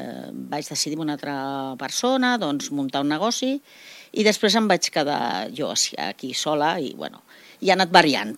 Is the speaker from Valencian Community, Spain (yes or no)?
no; Castelldefels, Catalonia, Spain; born there; Jo sóc nascuda aquí a Castelldefels, tota la vida he estat al comerç